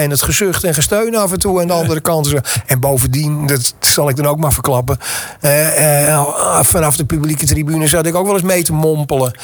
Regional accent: Amsterdam, North Holland, Netherlands; moved away; ja ik ben Amsterdammer, dat zei ik al.

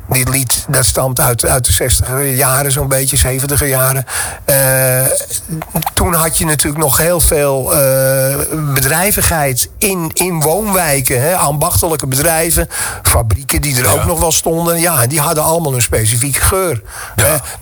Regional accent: Amsterdam, North Holland, Netherlands; ik ben Amsterdammer, dat zei ik al.

